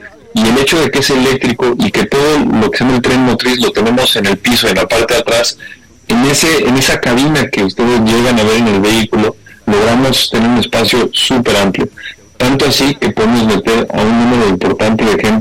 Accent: Mexico

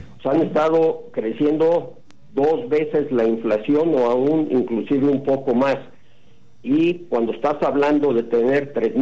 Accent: Mexico; lo digo como mexicano en particular

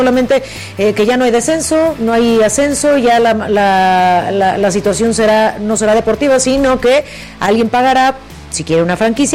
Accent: Tepatitlán, Jalisco, Mexico; Y hasta que de pueblo, es más, ni siquiera de Guadalajara, de Tepatitlán.

